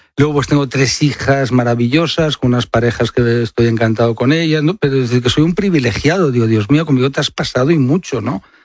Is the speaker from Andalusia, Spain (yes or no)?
no; Barcelona, Catalonia, Spain